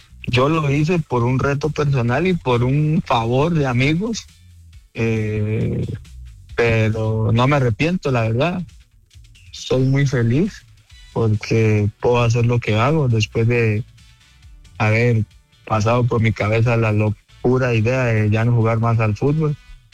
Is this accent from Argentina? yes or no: no; Costa Rica; moved away; yo soy tico, mi corazón está partido